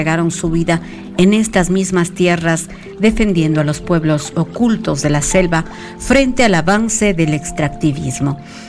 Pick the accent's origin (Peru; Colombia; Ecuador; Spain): Ecuador; el oriente de nuestro país, de nuestro Ecuador